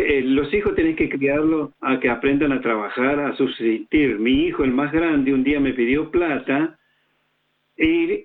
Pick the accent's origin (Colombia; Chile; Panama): Chile; also born or lived in San Martín, Mendoza, Argentina; yo soy nacido en San Martín, Mendoza, pero me criaron en Chile, no sé si te acordás.